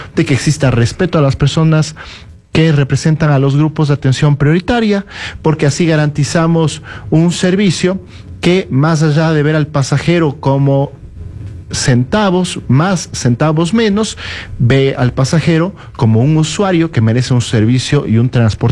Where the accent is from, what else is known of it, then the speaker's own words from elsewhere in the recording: Quito, Pichincha, Ecuador; el mayor orgullo que tenemos como quiteños en este momento.